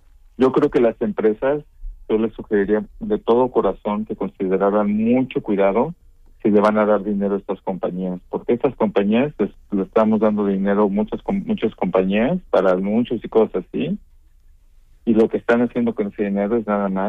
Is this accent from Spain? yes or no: no; Mexico; yo soy un hijo, yo soy niño mexicano, muy orgulloso de haber crecido ahí